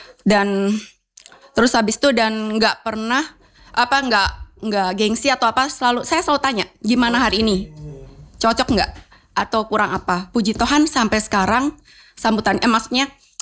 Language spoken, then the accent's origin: Indonesian; Bali, Indonesia; Jadi saya kan orang Bali, nah saya angkatlah menu Bali tiap hari Sabtu, nasi campur Bali, nasi ayam betutu